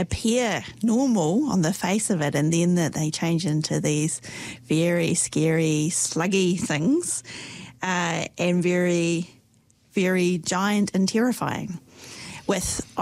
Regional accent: Dunedin, Otago, New Zealand; when I was growing up in Dunedin, Auckland was very exotic compared with Dunedin. It was very far away when I was a child and much hotter than Dunedin.

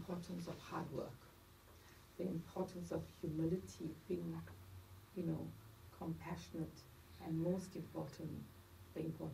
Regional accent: Durban, KwaZulu-Natal, South Africa; So I grew up in Durban, South Africa during the apartheid era. I was born into apartheid, so I didn't know anything else.

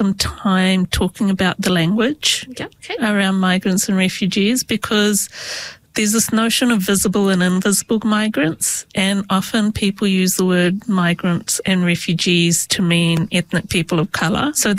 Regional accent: Hamilton, Waikato, New Zealand; also born or lived in India / Canada; to the question where I'm from is always Kirikiriroa, Hamilton.

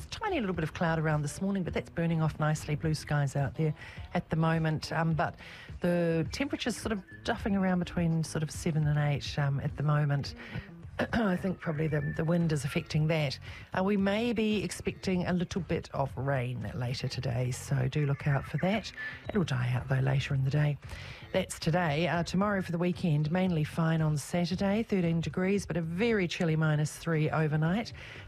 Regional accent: Dunedin, Otago, New Zealand; now in Hamilton, New Zealand; we're from Dunedin. I mean, we're from the South Island, you know. We know about cold.

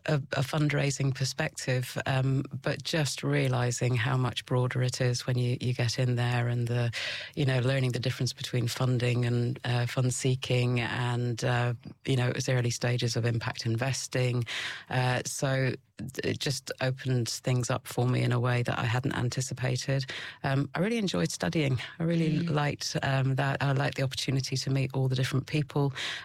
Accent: United Kingdom; moved away as an adult; also born or lived in Auckland, New Zealand / Sydney, Australia / Melbourne, Australia; now in Christchurch, New Zealand; So I'm from the UK, which you can probably hear from my accent, got three children with my husband Richard, who I met at university. We decided in our early 30s that we would move over to New Zealand

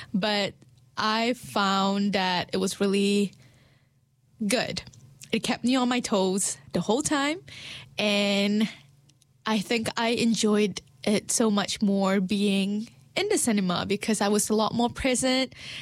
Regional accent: Malaysia; now in New Zealand; Being Malaysian here in Aotearoa, New Zealand, I still have my societal expectations that unfortunately I carry with me because of how I grew up or how I was raised in my community back home.

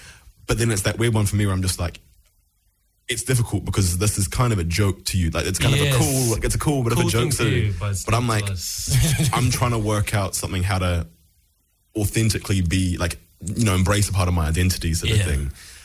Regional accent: United Kingdom; I knew I was black British as well

